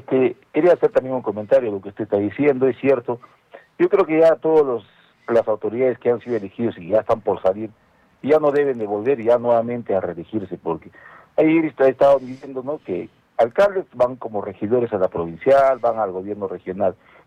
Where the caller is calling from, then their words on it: Jacobo Hunter, Arequipa, Peru; yo soy un vecino de Hunter